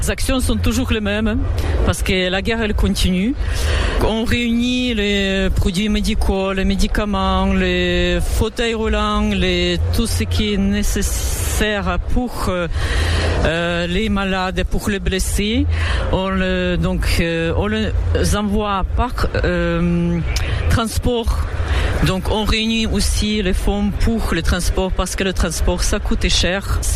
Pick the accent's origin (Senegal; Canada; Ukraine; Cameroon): Ukraine; Lviv Oblast; French is a second language; moved away as an adult; now in France; je suis depuis déjà 30 ans en France et je viens des côtés de Lviv. C'est à 80 km de la frontière polonaise, donc on est à l'ouest d'Ukraine.